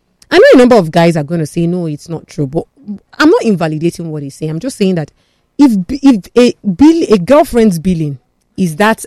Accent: Nigeria; me as a Nigerian woman

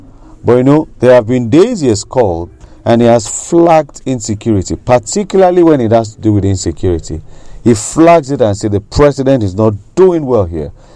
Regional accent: Nigeria; As a Nigerian, you need to know your country.

